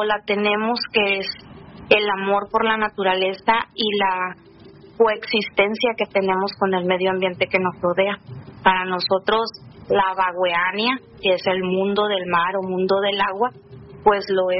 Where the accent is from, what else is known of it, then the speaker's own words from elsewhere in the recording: Sinaloa, Mexico; la subsistencia que hemos tenido los mayos yoremes